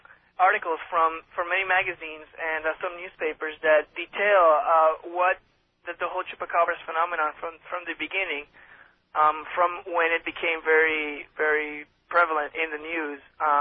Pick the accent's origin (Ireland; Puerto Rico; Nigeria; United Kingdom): Puerto Rico; Ponce